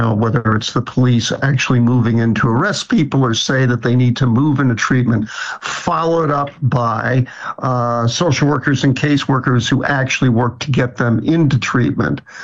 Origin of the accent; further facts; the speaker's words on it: New York City, New York, United States; And I should say, you know, I grew up in New York City.